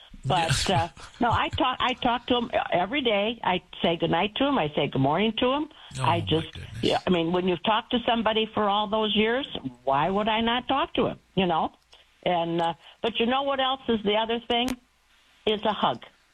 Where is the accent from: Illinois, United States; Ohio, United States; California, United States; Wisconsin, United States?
Illinois, United States; Chicago; accent: Chicago; moved away as an adult; now in Spring, Texas, United States; And as you probably can hear, I am not a born Texan. Everybody keeps telling me I still have my Chicago accent